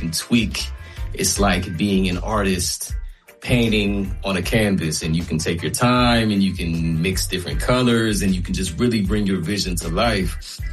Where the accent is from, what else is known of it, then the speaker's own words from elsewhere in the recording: Florida, United States; moved away as an adult; now in Ohio, United States; I'm from Florida actually as well. So I'm not from Ohio. Even though my dad was kind of living in Ohio, I went to college in Florida.